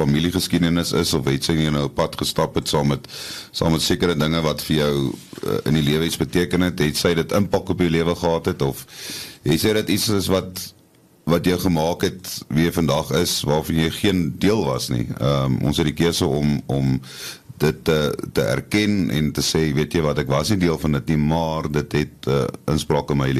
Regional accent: Pretoria, Gauteng, South Africa; ek het een baie groot liefde vir die bosveld, ek kom hier van Pretoria af, en as kind en jong mens, jy weet, jong man baie gaan jag, en in Noord-Transvaal

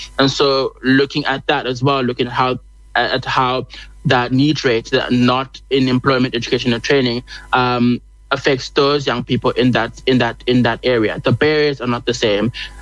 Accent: South Africa; As South African

